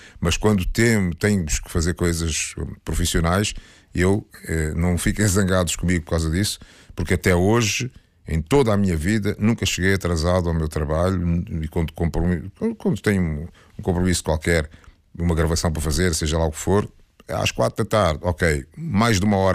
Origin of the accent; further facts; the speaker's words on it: Luanda, Angola; now in Portugal; Eu sou de Luanda, amigo.